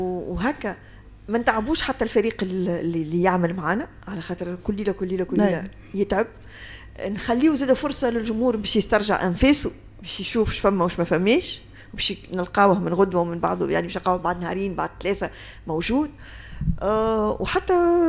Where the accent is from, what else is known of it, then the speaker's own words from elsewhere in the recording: Tunisia; عندنا في تونس